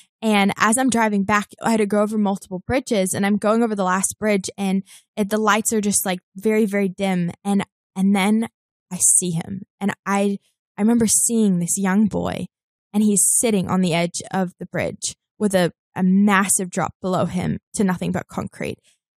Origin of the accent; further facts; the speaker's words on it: New Zealand; moved away as an adult; now in Los Angeles, United States; I just moved to LA. I grew up in New Zealand, moved to LA. I'm doing my master's at Fuller Seminary.